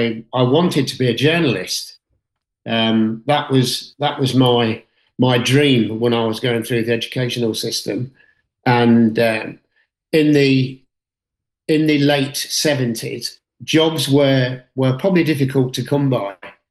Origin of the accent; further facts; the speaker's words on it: Leicester, East Midlands, United Kingdom; I was born and bred in Leicester. I still live in Leicestershire, and I was the youngest of three children, and we lived in a little terraced house in the centre of Leicester